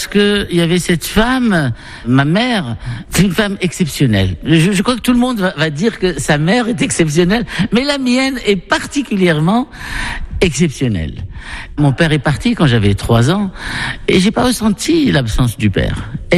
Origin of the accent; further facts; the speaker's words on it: Marrakech, Marrakesh-Safi, Morocco; now in Paris, France; En Médina, au fin fond de la Médina de Marrakech, dans une rue qui s'appelle Derb Jdid, à Riad Zitoun El Kedim. Et j'ai passé toute mon enfance en Médina, au milieu d'une famille nombreuse. Nous étions 7 frères et sœurs.